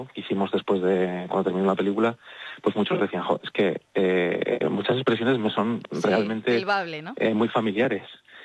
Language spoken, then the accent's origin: Spanish; Ciudad Rodrigo, Castile and León, Spain; siendo de Ciudad Rodrigo, siendo salmantinos, siendo del Rebollar.